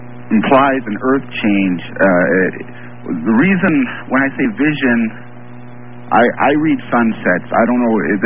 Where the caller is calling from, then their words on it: Green Bay, Wisconsin, United States; I live in Green Bay